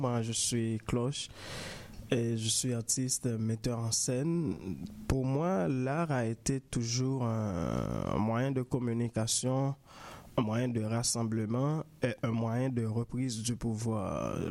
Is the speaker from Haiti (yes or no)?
yes; Haiti; moved away; moi, en Haïti, je viens d'Haïti, en fait.